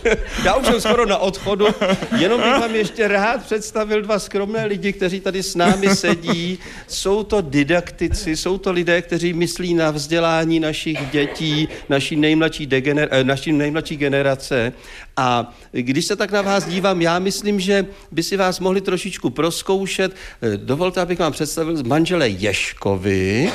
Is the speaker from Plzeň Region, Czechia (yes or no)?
yes; Plzeň, Plzeň Region, Czechia; Ich žase je běžná formule, běžná fráze u nás v Plzni.